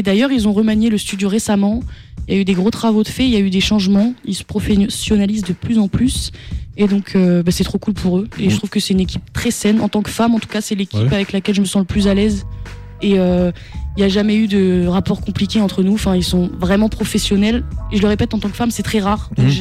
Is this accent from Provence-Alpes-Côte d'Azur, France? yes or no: no; Hauts-de-France, France; born there; Moi, je suis née précisément à Marny-sur-Ma, juste à côté de Resson, donc à côté de Noyon et Compiègne.